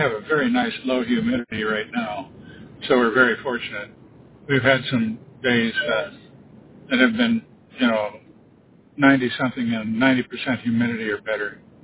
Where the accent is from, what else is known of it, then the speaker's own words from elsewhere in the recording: Wisconsin, United States; You know, I'm here on the East Coast. I was from Wisconsin where the canine came from. But we've been here on the East Coast 45 years or so.